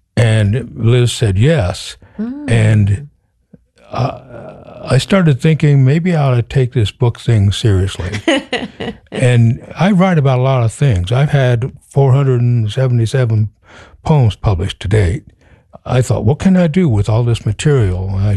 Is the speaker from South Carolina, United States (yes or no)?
no; Connersville, Indiana, United States; I grew up in Connersville, and, mm-hmm.